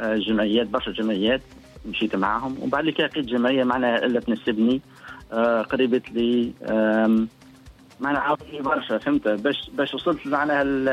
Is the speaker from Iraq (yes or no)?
no; Tunisia; moved away; also born or lived in United Kingdom; احنا جيت من بلاد من تونس اللغة معناها ما زلت نتهام معناها منش حافظ اللغة بالباهي